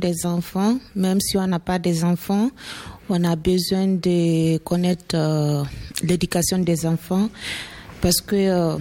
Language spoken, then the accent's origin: French; Guinea; j'ai 23 ans, je suis guinéenne.